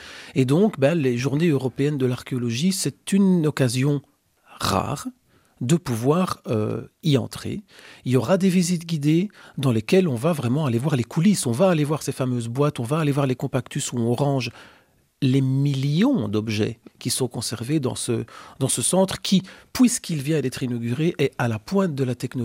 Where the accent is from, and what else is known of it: Wallonia, Belgium